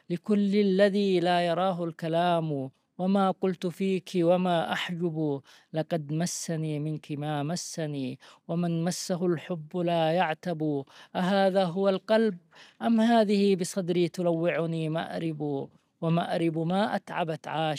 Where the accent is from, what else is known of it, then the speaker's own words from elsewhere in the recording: Yemen; born there; أسكن في قريتي التي ولدت فيها أعلى جبل يطل على تهامة وعلى البحر